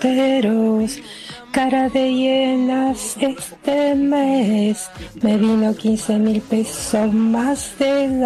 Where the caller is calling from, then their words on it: Luján, Buenos Aires Province, Argentina; de Luján.